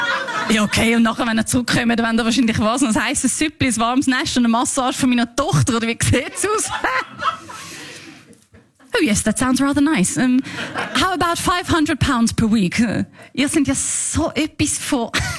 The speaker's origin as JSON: {"language": "German", "country": "Switzerland", "tie": "born or raised there", "said": "ich bin da in der Schweiz aufgewachsen. Ich habe die Ansprüche, die man hat, wenn man in der Schweiz aufwächst."}